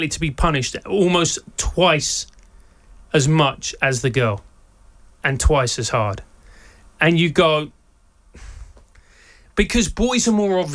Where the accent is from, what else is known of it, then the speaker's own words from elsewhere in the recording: London, United Kingdom; accent: South London; first language Spanish; English is a second language; my mother is a first-generation immigrant. My mother's from Venezuela. My first language is actually Spanish. You wouldn't believe it to hear my dulcet South London tones.